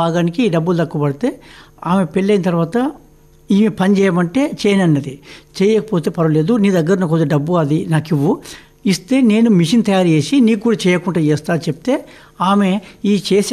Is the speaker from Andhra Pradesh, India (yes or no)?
no; Sharajipet, Telangana, India; moved away as an adult; also born or lived in Aler / Hyderabad; నా సొంత ఊరు పూర్వం నల్లగొండ జిల్లా ఆలేరు మండలం షారాజీపేట.